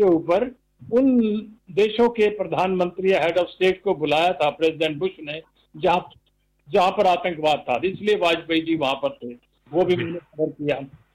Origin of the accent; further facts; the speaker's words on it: Harsinghpura, Haryana, India; now in Hisar, India; मेरे गांव हरसिंहपुरा में, ये भी करनाल जिले में है